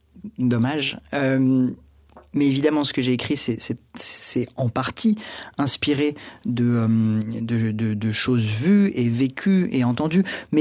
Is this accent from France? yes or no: yes; Paris, Île-de-France, France; je suis né et j'ai grandi à Paris, d'un père québécois, et donc toute ma famille est au Québec. Donc j'ai vraiment grandi entre ces deux cultures.